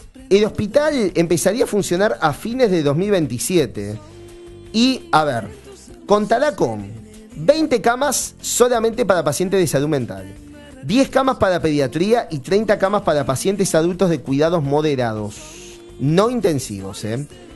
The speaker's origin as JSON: {"language": "Spanish", "country": "Uruguay"}